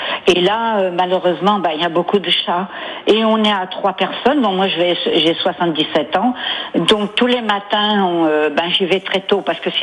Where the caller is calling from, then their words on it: Plestin-les-Grèves, Brittany, France; moi j'habite à Plestin